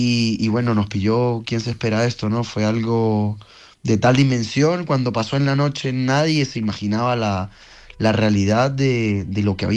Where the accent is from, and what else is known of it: Venezuela; now in Peru